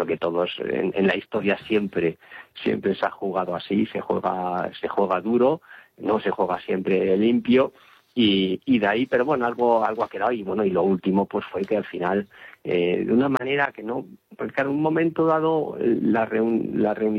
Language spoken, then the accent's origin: Spanish; Spain; Pero bueno, como españoles sabemos que la leyenda negra tiene una sombra muy alargada.